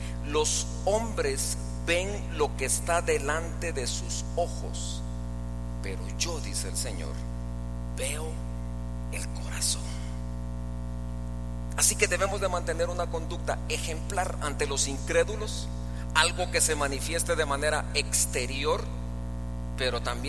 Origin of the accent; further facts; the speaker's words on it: Guatemala; para los que somos guatemaltecos aquí y en cualquier parte de Europa, de Asia, de África o de Oceanía, somos guatemaltecos.